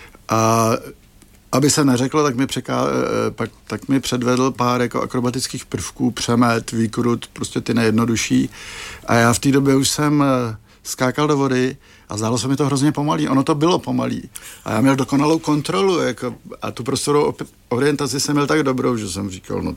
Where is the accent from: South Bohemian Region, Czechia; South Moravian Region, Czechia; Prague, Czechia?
South Bohemian Region, Czechia; České Budějovice; moved away; Já jsem původně z Českých Budějovic